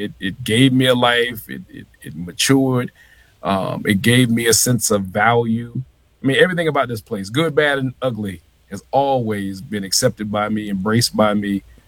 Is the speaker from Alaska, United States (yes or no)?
no; Atlanta, Georgia, United States; also born or lived in Los Angeles; Well, I was born in Los Angeles, but lived there a very brief time. But the majority of my life, 99.9%, Atlanta, Georgia.